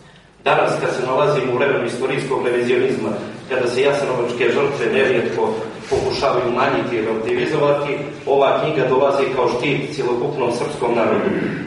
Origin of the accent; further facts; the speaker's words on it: Montenegro; now in Budva, Montenegro; istoričar, porijeklom sam Urine iz Merana, inače živim u Budvi. Velika mi je čast i privilegija što govorim, da kažem, u mom kraju, u mojoj republici dijelom.